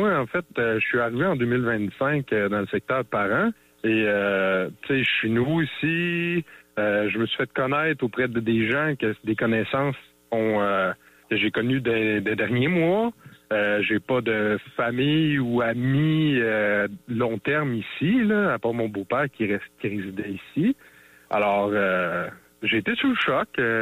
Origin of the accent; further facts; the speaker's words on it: Quebec, Canada; also born or lived in Victoriaville; Je suis natif de Victoriaville et j'ai grandi la majorité de ma jeunesse rive-sud de Québec.